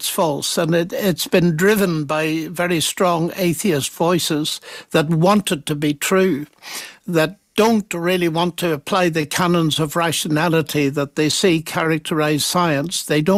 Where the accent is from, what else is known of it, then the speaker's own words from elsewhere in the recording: Ireland; It was partly due to my parental attitude growing up in Ireland, which at the time was beginning to be riven by sectarian trouble and so on.